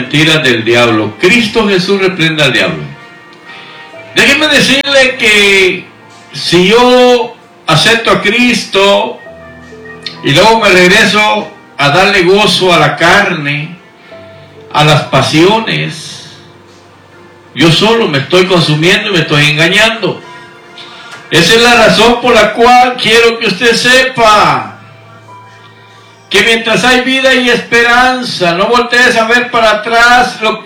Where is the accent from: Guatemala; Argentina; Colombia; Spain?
Guatemala; now in Houston, United States; También le mando un cordial saludo allá a Guatemala, en mi tierra natal